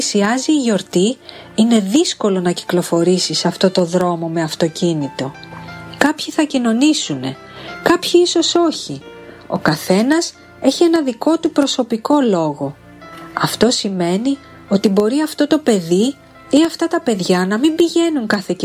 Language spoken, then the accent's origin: Greek; Prokopi, Central Greece, Greece; τον Άγιο Ιωάννη το Ρώσο, την πατρίδα μου